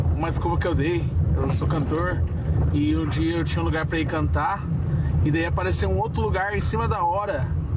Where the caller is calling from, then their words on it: Foz do Iguaçu, Paraná, Brazil; sou de Foz do Iguaçu.